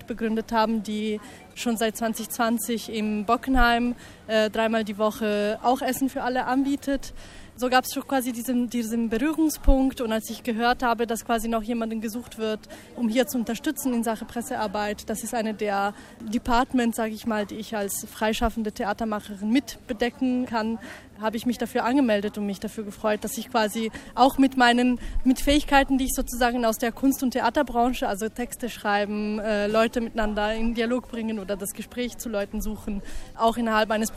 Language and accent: German; Italy; moved away as an adult; now in Germany; Ich komme nicht aus Frankfurt, sondern ich bin zugezogen aus Italien und ich bin nach Deutschland gekommen, um künstlerisch zu arbeiten überwiegend